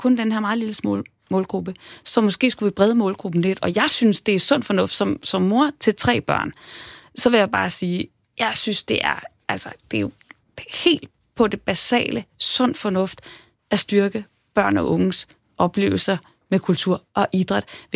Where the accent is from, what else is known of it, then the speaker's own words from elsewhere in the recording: Roskilde, Zealand, Denmark; Jeg er selv fra Roskilde.